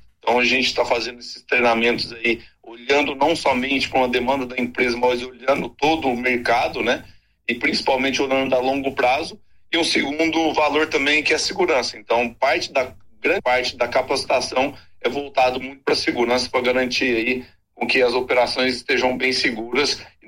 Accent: Goiatuba, Goiás, Brazil; moved away as an adult; now in Mato Grosso do Sul, Brazil; sou natural de Goiatuba, Goiás.

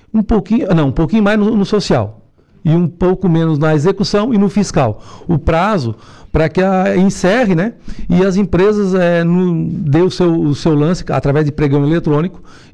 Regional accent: Maracajá, Santa Catarina, Brazil; also born or lived in Paraná; Eu nasci no Espigão da Pedra, logo pro Barro Vermelho. Fui até no Paraná, mas voltamos. Rapidinho, estamos aí em nosso Maracajá.

